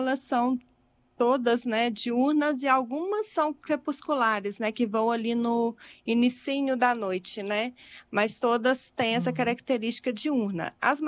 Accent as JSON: {"language": "Portuguese", "town": "Belo Horizonte", "region": "Minas Gerais", "country": "Brazil", "moved": "yes", "lives_now": "Espírito Santo, Brazil", "said": "Eu sou de Belo Horizonte."}